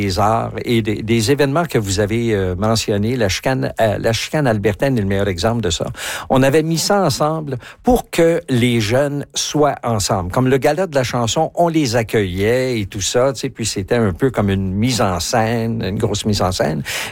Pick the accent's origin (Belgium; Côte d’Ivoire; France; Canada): Canada; Quebec; moved away; Au fait, j'ai parcouru un peu le pays. Je suis parti vraiment du Québec dans les années 70, la première fois.